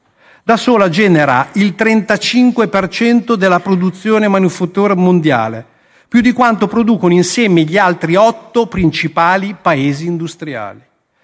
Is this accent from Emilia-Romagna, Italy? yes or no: yes; the ceramic district, Emilia-Romagna, Italy; Prendiamo il distretto della ceramica, una realtà che conosco bene perché è la mia terra.